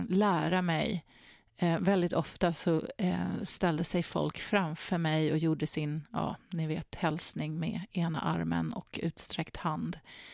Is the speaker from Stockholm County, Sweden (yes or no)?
yes; Gustavsberg, Stockholm County, Sweden; born there